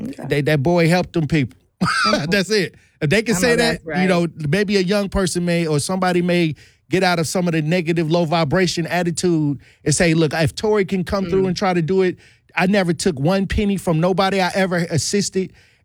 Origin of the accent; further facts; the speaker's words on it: Milwaukee, Wisconsin, United States; And like I said, I'm born and raised in Milwaukee.